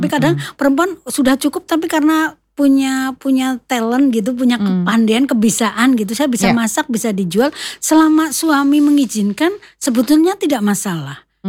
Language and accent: Indonesian; Java, Indonesia; now in Banyumas, Indonesia; kita kan orang Jawa ya